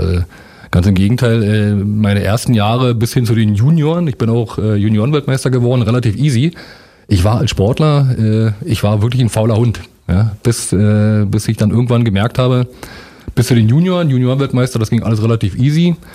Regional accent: Eisenhüttenstadt, Brandenburg, Germany; born there; moved away; also born or lived in Potsdam; ich komme aus Eisenhüttenstadt, bin geborener Eisenhüttenstädter und bin dann zu DDR-Zeiten 1982 nach Potsdam gekommen.

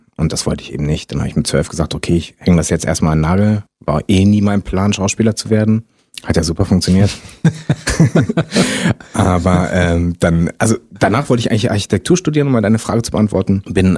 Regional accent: France; Ja, ich bin auch Franzose.

